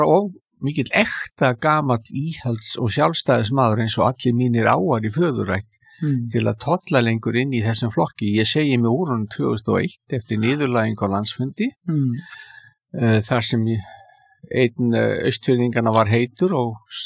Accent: Capital Region, Iceland; born or raised there

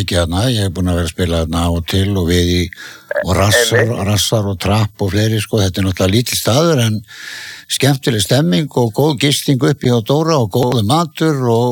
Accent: Ísafjörður, Westfjords, Iceland; moved away; En ég sá að þú varst að fara vestur á minn heimabæ.

